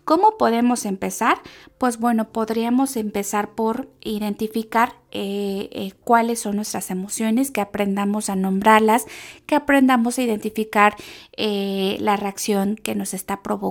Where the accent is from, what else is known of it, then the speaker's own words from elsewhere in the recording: Mexico; como mexicanos pues también tenemos una gran variedad de gastronomía